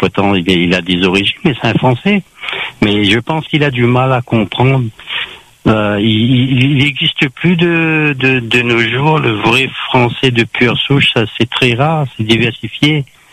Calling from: Réunion; on est des Français, puisque la Réunion, c'est un département français.

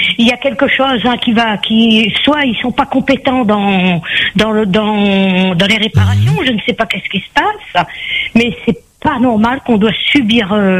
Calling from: Les Avirons, Réunion

